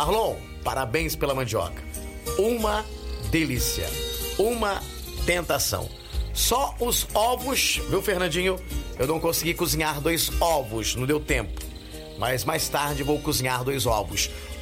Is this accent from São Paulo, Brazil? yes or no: yes; Descalvado, São Paulo, Brazil; lá em Descalvado, curtindo a gente. Minha terra querida, amada, inesquecível.